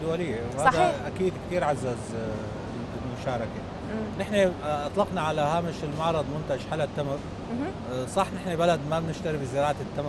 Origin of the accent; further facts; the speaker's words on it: Syria; نحن كشركات سوريه